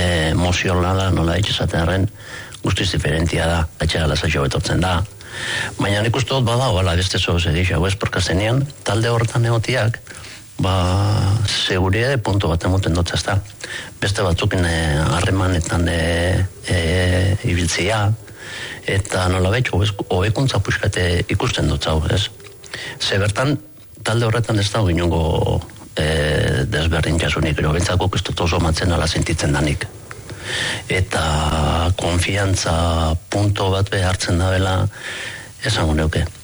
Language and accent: Basque; Bergara, Basque Country, Spain; Bergaratik nator